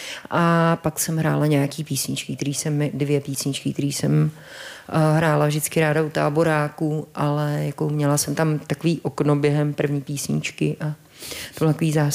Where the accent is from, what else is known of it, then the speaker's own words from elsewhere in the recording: Karlovy Vary, Karlovy Vary Region, Czechia; born there; now in Prague, Czechia; Já jsem bydlela vlastně, narodila jsem se ve Varech a než jsem se přestěhovala do Prahy, tak už mě hudba provázela určitě třeba 3 roky